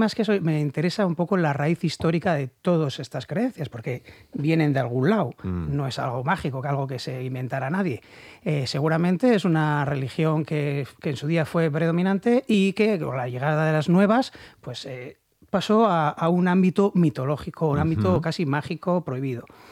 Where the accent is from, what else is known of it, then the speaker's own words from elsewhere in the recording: Bilbao, Basque Country, Spain; yo soy de Recalde, sí. Y he ido a estudiar ahí a Sadrián, desde pequeño.